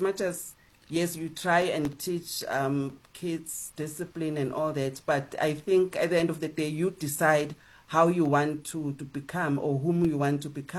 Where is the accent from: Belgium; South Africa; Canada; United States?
South Africa; Soweto, Gauteng; I'm from a family of six, and I grew up in Soweto, and my mother never worked a day, and my dad used to be a truck driver, so he was never home.